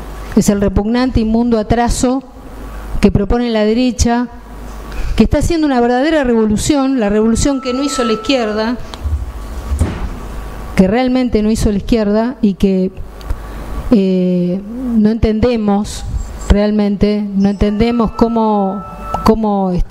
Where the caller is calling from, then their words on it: Santa Fe province, Santa Fe, Argentina; Aguante, sí, la provincia de Santa Fe. Soy santafesina también.